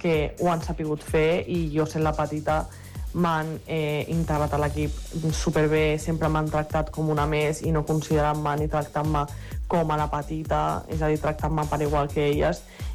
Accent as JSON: {"language": "Catalan", "town": "Badalona", "region": "Catalonia", "country": "Spain", "tie": "born or raised there", "also_born_or_lived": "Montgat", "said": "tot i que jo sigui de Montgat. Tota la meva vida està a Badalona, és a dir, jo al col·le, als meus amics, on vaig jugar a bàsquet és aquí a Badalona. Llavors jo sento com que sóc de Badalona, és en part la meva ciutat"}